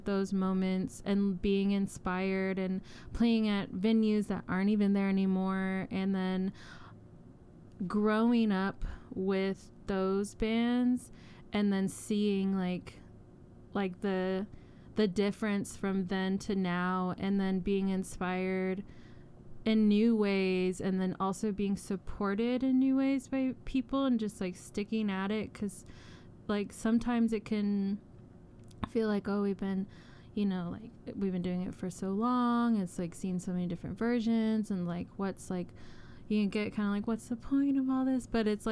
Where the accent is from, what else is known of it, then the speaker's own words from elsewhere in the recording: San Antonio, Texas, United States; yeah, we're from the 210